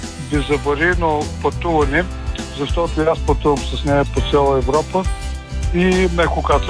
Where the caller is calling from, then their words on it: Plovdiv, Plovdiv Province, Bulgaria; Аз съм от Пловдив.